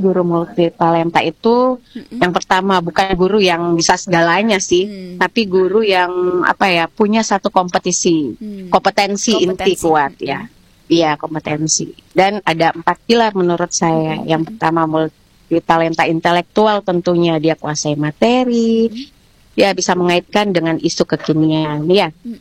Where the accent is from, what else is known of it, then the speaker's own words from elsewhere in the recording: Makassar, South Sulawesi, Indonesia; moved away as an adult; now in Lamongan, Indonesia; dulu saya tuh ngajarnya di Makassar. Saya ini kan asli Makassar, cuman dapat suami di Lamongan. Suami saya Pak Kades Besur.